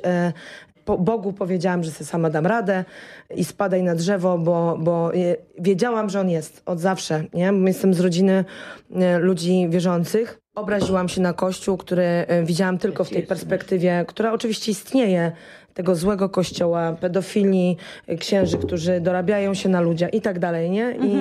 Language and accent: Polish; Nowy Targ, Lesser Poland, Poland; born there; jestem z małego miasta, na Podhalu, Nowy Targ.